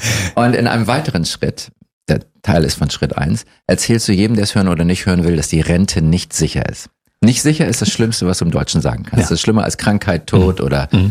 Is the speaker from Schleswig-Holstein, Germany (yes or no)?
yes; Norderstedt, Schleswig-Holstein, Germany; Ich komme aus Schleswig-Holstein. Ich komme aus einer Schlafstadt von Hamburg namens Norderstedt.